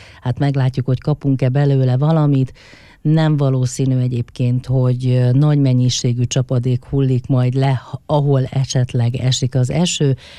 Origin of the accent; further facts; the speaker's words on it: Hungary; akivel annak idején együtt nőttünk fel, és együtt bandáztunk a Kurcsatov utcában.